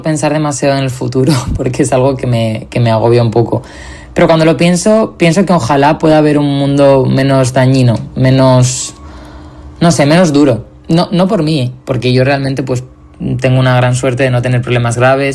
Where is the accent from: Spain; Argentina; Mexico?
Spain; Valencia, Valencian Community; contando la historia de lo que estaba pasando en mi ciudad y en mi pueblo y en los pueblos de alrededor.